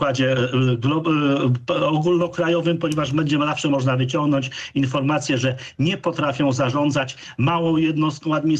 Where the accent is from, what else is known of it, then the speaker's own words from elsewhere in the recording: Gdańsk, Pomeranian Voivodeship, Poland; No ja jestem z Gdańska